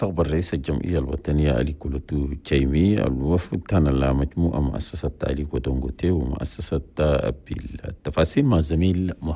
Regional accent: Chad; بلدنا تشاد

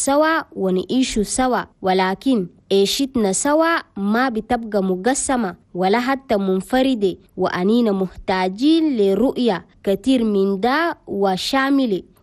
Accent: Chad; ومن كل التراب حنا بلدنا تشاد، من الشمال للجنوب

